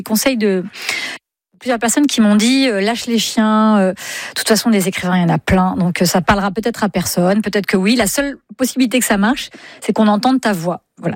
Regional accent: Île-de-France, France; Je suis francilienne

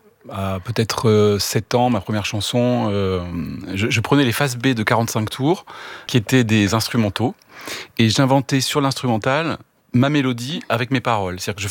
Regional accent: Bordeaux, Nouvelle-Aquitaine, France; je venais d'une famille de Bordeaux où il n'y avait personne dans la musique.

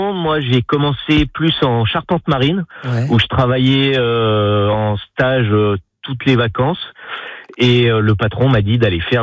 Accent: Paris, Île-de-France, France; moved away as an adult; also born or lived in Mouchard, Jura; now in Haute-Savoie, France; moi je viens de Paris, j'ai commencé mes études d'ébénisterie à l'école Boulle à Paris

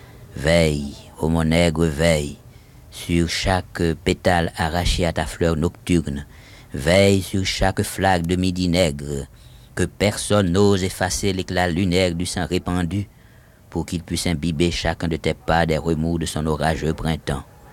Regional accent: Haiti; moved away as an adult; il a fait comprendre que j'étais exilé d'Haïti, qu'il fallait bien que je reste quelque part, et s'il y a un endroit où un Haïtien peut vouloir résider, c'est bien Paris.

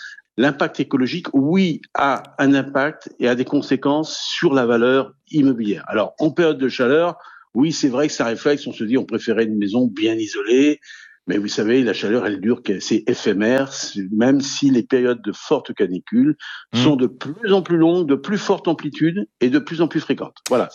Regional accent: Brittany, France; Voilà, je suis breton, c'est pour ça que je suis un peu chauvin. Néanmoins, il fait meilleur en Bretagne au mois d'août, en période caniculaire, qu'au sud de la France.

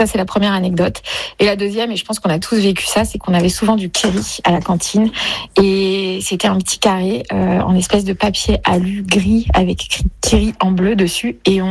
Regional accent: Île-de-France, France; now in Toulouse, France; J'ai grandi dans l'Essonne, en région parisienne.

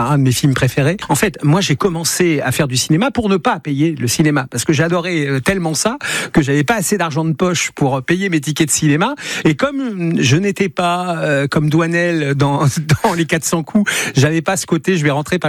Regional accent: Elbeuf, Normandy, France; born or raised there

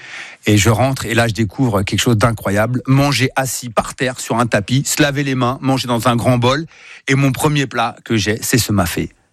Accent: Spain; Moi, je suis un Espagnol.

